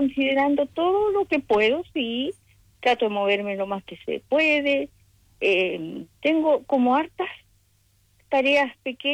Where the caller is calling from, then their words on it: Coyhaique, Aysén, Chile; De acá, de Coyhaique.